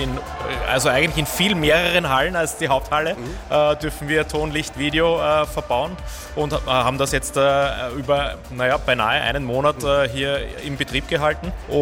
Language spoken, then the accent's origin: German; Vienna, Austria; gerade als Wiener und als Österreicher ist man halt einfach stolz und zehrt von solchen Projekten natürlich auch